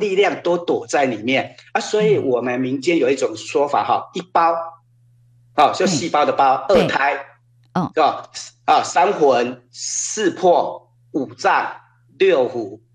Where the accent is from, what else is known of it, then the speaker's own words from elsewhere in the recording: China; 哎，我们中国人的思维哈。